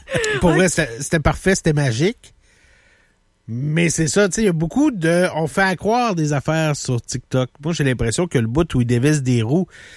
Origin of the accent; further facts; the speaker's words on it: Quebec City, Quebec, Canada; Je suis chauvin de ma ville, chauvin de ma région. J'adore venir de Québec.